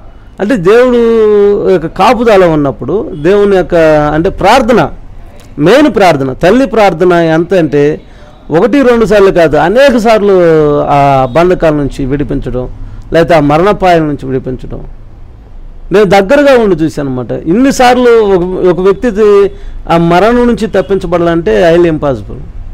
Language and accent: Telugu; Reddipuralu, Andhra Pradesh, India; ట్రాక్టర్లో పొన్నూరు నుంచి 2 కిలోమీటర్లు 4 మా ఊరు రెడ్డిపురాలు